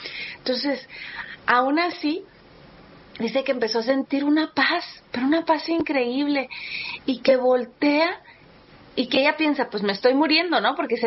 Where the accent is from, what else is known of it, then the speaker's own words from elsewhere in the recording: Mexico City, Mexico; born there; aunque yo pues nací en la Ciudad de México